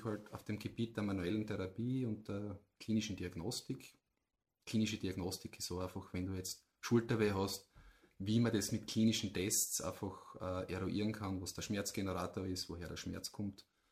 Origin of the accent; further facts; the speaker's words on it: Austria; Aber ich sage dann meistens, ich komme aus Nordslowenien. Und die slowenische Grenze, die österreichisch-slowenische Grenze, die können alle einordnen. Und ich sage, ja, genau, von dort komme ich her. nur halt auf der österreichischen Seite.